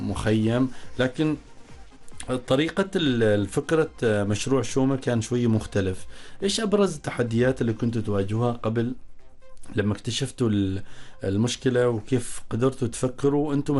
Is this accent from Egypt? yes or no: no; Oman; عندنا في عمان